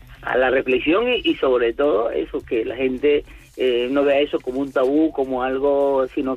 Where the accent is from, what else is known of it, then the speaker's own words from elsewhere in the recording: Venezuela; now in Spain; Bueno, soy inmigrante, soy de Venezuela y tengo la nacionalidad española.